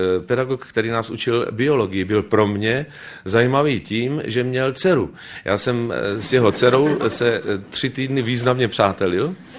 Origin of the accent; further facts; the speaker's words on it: Třebíč, Vysočina Region, Czechia; also born or lived in Brno; now in Prague, Czechia; že jsem přijel z Prahy kvůli tomu, abych si já, Třebíčák, s vámi povyprávil o Brně. Ale za chvilku pochopíte, že to tak úplně absurdní není. Já jsem tady v Brně přece strávil 25 let